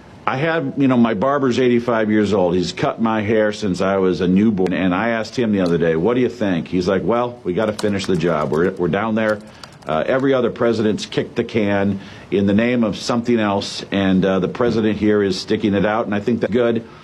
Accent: Fork, Nebraska, United States; I talked to the folks that run the steel mill in my hometown of Fork, Nebraska yesterday.

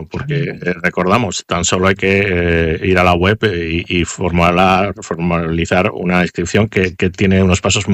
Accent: Spain; cómo somos los españoles

